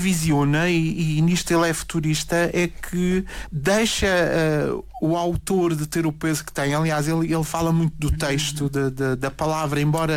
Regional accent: Madeira, Portugal; Eu, enquanto madeirense, tenho sempre em mim aquilo que é a minha identidade de ilhéu, a minha cultura.

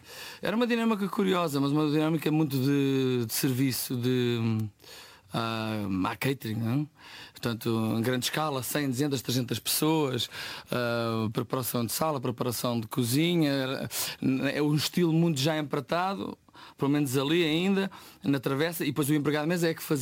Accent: Ribamar, Lisbon, Portugal; Olha, eu sou de Ribamar de Lourinhã, no Oeste

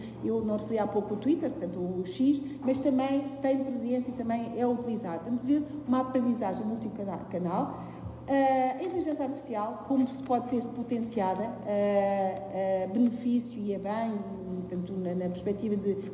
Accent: Angola; como angolana, com família em Angola

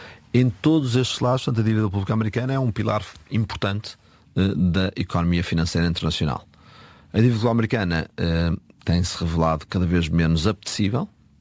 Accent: Portugal

